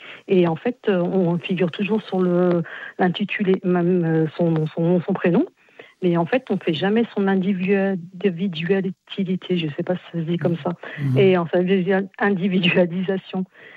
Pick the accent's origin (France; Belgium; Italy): France; born there; now in Viriat, France; Moi, je suis née en France.